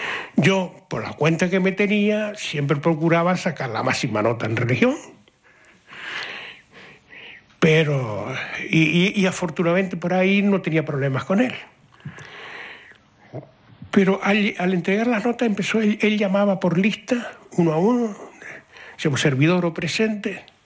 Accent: Breña Alta, Canary Islands, Spain; Yo nací cerca de los Dragos Gemelos, y mi casa estaba cerca de los Dragos Gemelos

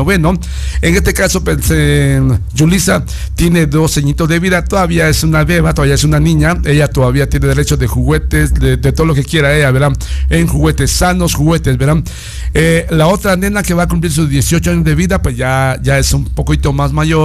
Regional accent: Guerrero, Mexico; Yo soy del estado de Guerrero, México, pero por mi señor padre, él de por allá era.

